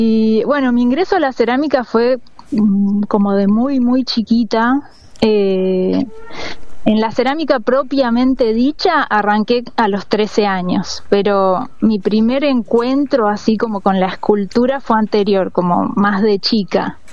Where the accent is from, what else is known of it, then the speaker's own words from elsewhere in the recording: La Pampa, Argentina; moved away as an adult; now in Buenos Aires, Argentina; Después, bueno, me fui de La Pampa, me vine a Buenos Aires a estudiar. Bueno, en La Pampa también, antes de venirme, ya también hice, seguí con el taller, ¿no?, de cerámica.